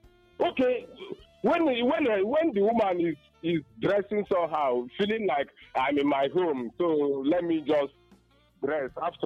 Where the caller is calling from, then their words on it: Enugu, Enugu State, Nigeria; Yeah, I'm calling from Enugu.